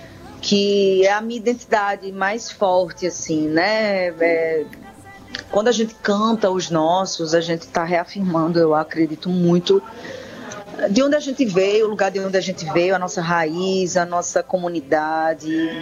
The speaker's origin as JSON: {"language": "Portuguese", "town": "João Pessoa", "region": "Paraíba", "country": "Brazil", "tie": "born or raised there", "said": "a gente fala aqui da Paraíba, de João Pessoa, como eu, também atriz."}